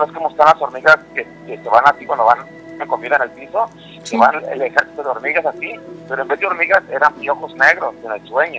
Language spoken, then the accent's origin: Spanish; Tacámbaro, Michoacán, Mexico; soy originario de Michoacán, de allá del lado de Tacámbaro, Michoacán.